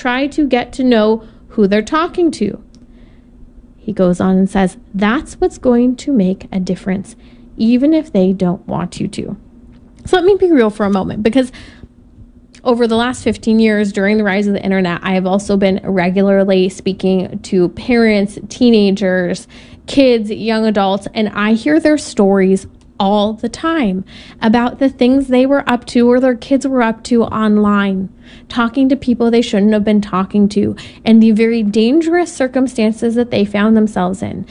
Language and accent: English; California, United States; born or raised there